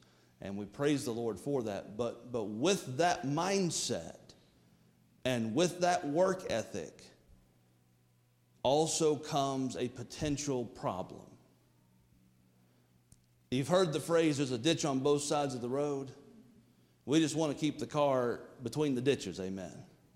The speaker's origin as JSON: {"language": "English", "region": "Virginia", "country": "United States", "tie": "born or raised there", "said": "in the way that we were raised in Southwest Virginia"}